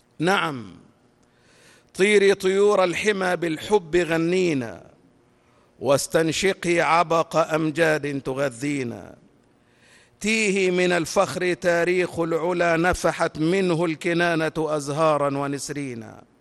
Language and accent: Arabic; Egypt; بلدنا مصر